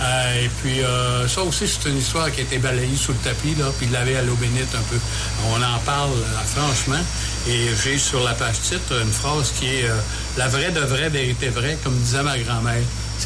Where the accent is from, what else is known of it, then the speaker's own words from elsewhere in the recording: Quebec, Canada; now in Quebec City, Canada; Oui, je viens de Lac-Saint-Jean, mais on demeure à Québec depuis une trentaine d'années.